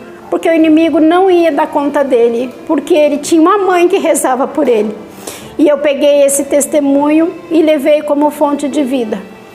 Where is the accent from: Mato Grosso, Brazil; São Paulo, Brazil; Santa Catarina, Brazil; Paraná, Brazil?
Paraná, Brazil; Curitiba; sou daqui de Curitiba